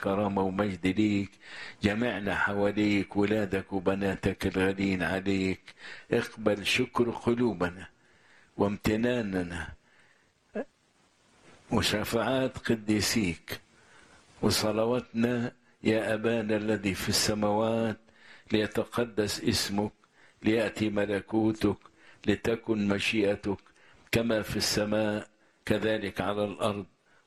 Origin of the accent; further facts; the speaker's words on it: Egypt; بلدنا مصر.